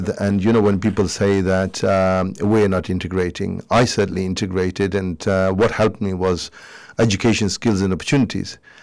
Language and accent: English; Pakistan; now in United Kingdom; I continued being a Muslim, I continued being a Pakistani